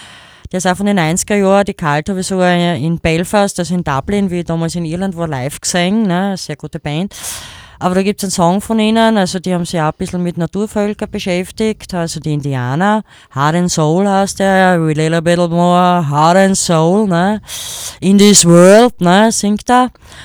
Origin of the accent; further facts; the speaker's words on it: Wolfsberg, Carinthia, Austria; born there; ich bin halt ein Kärntner, ne, in Wolfsberg geboren.